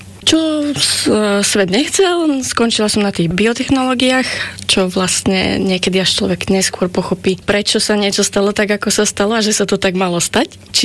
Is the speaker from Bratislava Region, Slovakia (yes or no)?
no; Prešov, Prešov Region, Slovakia; pochádzam z Prešova a mám 36 rokov.